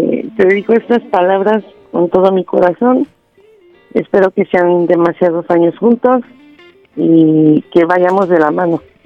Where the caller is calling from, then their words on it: Mexico City, Mexico; De la alcaldía Gustavo Madero